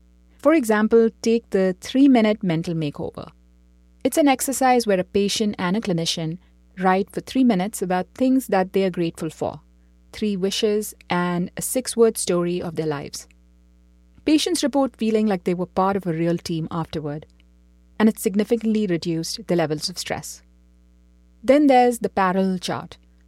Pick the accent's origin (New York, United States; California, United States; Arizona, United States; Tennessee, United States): California, United States; Davis; my hometown in Davis, California